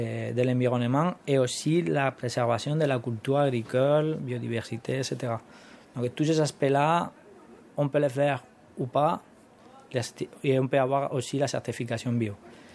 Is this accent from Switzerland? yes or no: no; Mula, Region of Murcia, Spain; French is a second language; Je suis le créateur de Bioespuna avec mon frère. Et voilà, je suis de Mula, Murcia, en Espagne.